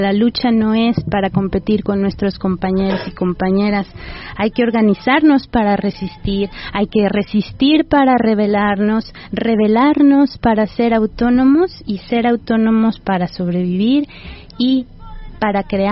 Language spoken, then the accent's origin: Spanish; Mexico; ni en México como mexicanos